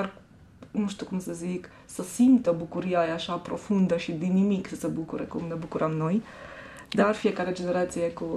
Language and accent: Romanian; Cluj-Napoca, Cluj County, Romania; moved away as an adult; now in Germany; sunt clujeancă. Am copilărit, am crescut, am locuit până la vârsta de 36 de ani în Cluj, în cartierul Grigorescu, care se află pe malul Someșului. E un cartier foarte frumos. Provin într-o familie simplă, părinții mei muncitori